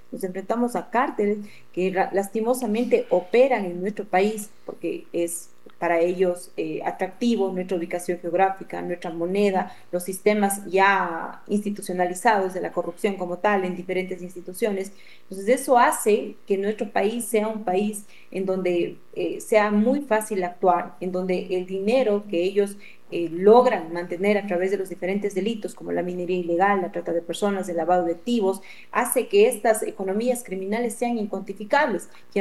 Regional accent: Ecuador; para nosotros como ecuatorianos

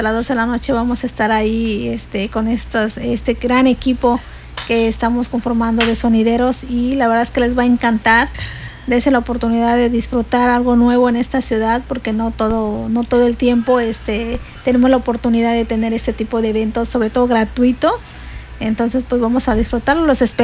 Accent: Mexico; Que tanto nos distingue como mexicanos

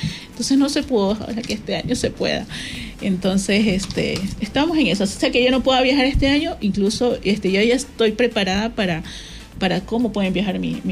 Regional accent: Portoviejo, Manabí, Ecuador; soy de Puerto Viejo, Río Chico, de la parte rural de Puerto Viejo.

